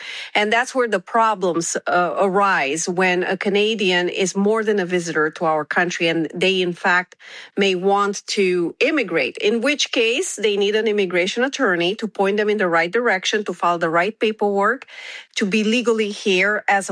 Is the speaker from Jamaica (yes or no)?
no; Romania; first language Romanian; English is a second language; now in Connecticut, United States